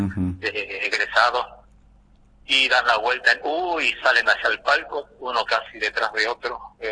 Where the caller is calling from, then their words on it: San Salvador de Jujuy, Jujuy, Argentina; de San Salvador